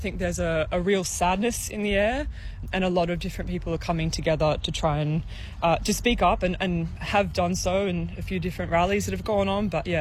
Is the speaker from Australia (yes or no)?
yes; New South Wales, Australia; Well, I grew up here. I grew up in the Northern Rivers, and I came back after witnessing the floods when I was living overseas